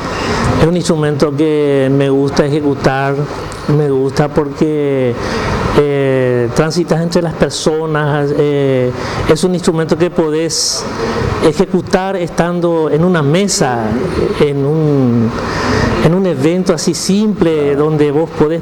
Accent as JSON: {"language": "Spanish", "town": "Coronel Bogado", "region": "Itapúa", "country": "Paraguay", "said": "Soy de Coronel Bogado, Itapúa, soy itapuense de Coronel Bogado, soy técnico de la ANDE, claro, en Capiatá"}